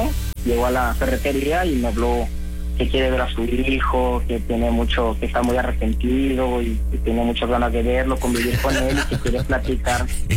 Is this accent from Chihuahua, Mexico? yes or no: no; Acapulco, Guerrero, Mexico; Así es, nacido y crecido aquí en Acapulco.